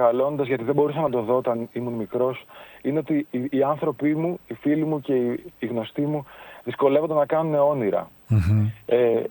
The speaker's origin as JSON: {"language": "Greek", "town": "Athens", "region": "Attica", "country": "Greece", "tie": "born or raised there", "said": "ως Αθηναίος και έχοντας ζήσει όλη μου τη ζωή σε αυτή τη δύσκολη πόλη"}